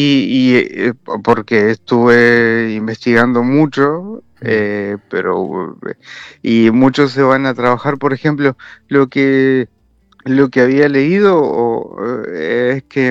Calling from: Argentina; somos argentinos, estamos acá

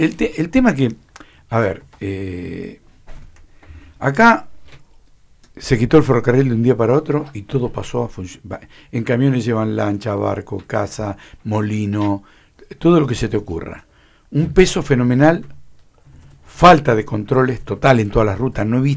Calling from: Patagonia, Argentina; yo vivo en Patagonia hace 32 años

